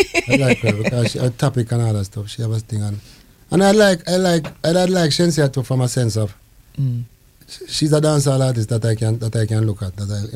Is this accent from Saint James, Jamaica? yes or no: yes; Montego Bay, Saint James, Jamaica; I'm from Montego Bay to one.